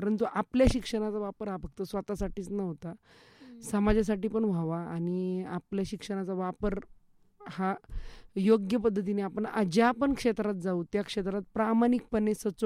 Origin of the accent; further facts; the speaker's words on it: Ahilyanagar, Maharashtra, India; माझं माहेर कोलार आहे, भगवतीपूर, परंतु वडील शिक्षक होते, त्यांच्या नोकरीमुळे आम्ही नगर शहरातच राहिलो, नगर शहरातच जन्मलो. आणि माझं सासर केडगाव आहे, परंतु आम्ही इथे नगरमध्ये राहतो, दिल्ली गेट या ठिकाणी, माझ्या सासूबाईंच्या नोकरीमुळे.